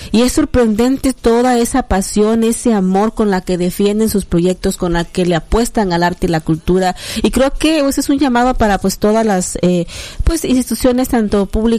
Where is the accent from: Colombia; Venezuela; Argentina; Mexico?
Mexico; Chiapas; somos mexicanos, ¿no? Que somos chiapanecos